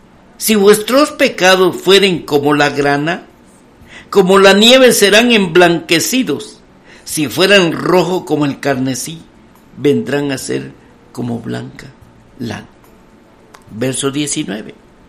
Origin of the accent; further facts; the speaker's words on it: San Marcos, Guatemala; Yo soy de San Marcos.